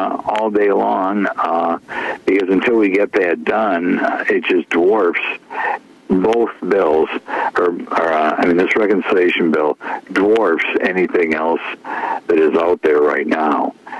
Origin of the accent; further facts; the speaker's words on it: Wisconsin, United States; I'm from Wisconsin, so I'm only a little bit prejudiced